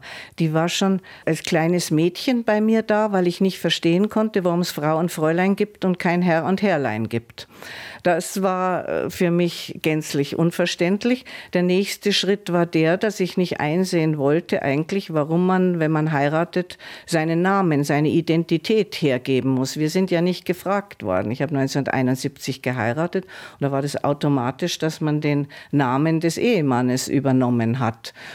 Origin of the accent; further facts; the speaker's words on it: Bavaria, Germany; ich fühle mich immer als Bayer, weil ich nun mal in Bayern geboren bin und sozialisiert wurde.